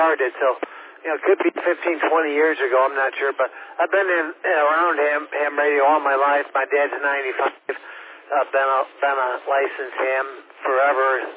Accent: Illinois, United States; moved away as an adult; now in Denton area, Texas, United States; I'm from Illinois. I've been here 4 years.

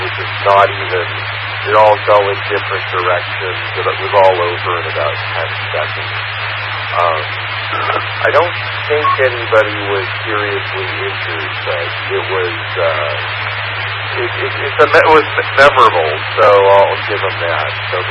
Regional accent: Palo Alto, California, United States; I grew up in Palo Alto, California

